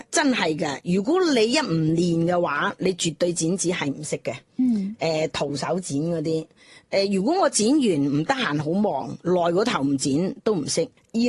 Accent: Guangzhou, Guangdong, China; 我哋广州人

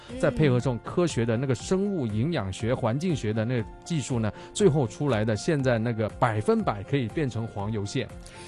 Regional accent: Guangzhou, Guangdong, China; 青蟹呢就我们广州人叫肉蟹

